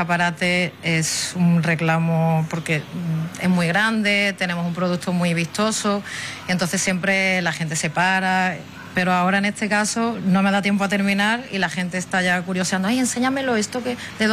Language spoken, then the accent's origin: Spanish; Ceuta, Spain; la gente que viajamos mucho, que tenemos familia en la península, sí que es verdad que de siempre Ceuta era como un ¿dónde está Ceuta?